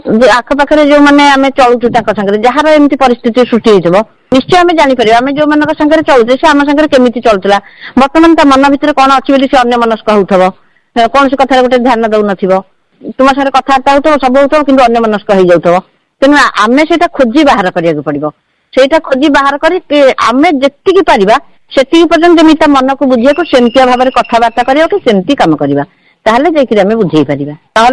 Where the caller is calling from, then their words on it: Jagatsinghpur, Odisha, India; ମୁଁ ଜଗତସିଂହପୁରରୁ